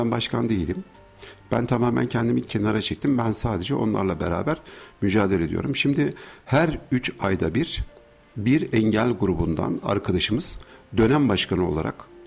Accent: Ankara, Turkey; born there; Ben 1970 Ankara doğumluyum. Yani 55 yaşındayım.

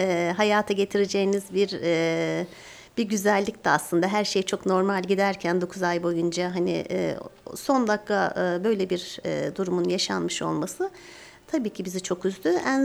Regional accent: Osmancık, Çorum, Turkey; moved away as an adult; now in Ankara, Turkey; Çorum Osmancıklıyım. İki tane evladım var. 25 yıldır Ankara'da ikamet etmekteyim.

